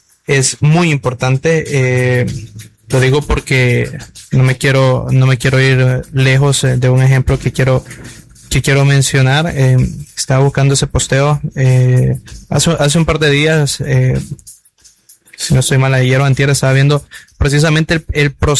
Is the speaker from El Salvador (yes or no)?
yes; El Salvador